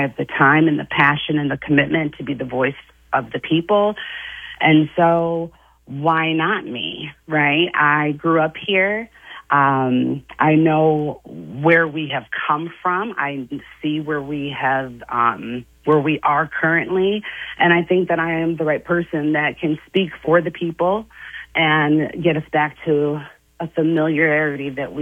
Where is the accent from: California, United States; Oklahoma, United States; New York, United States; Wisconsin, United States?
New York, United States; Fairport; So I grew up in Fairport. I am a graduate of Fairport High School, so I am very familiar with the area.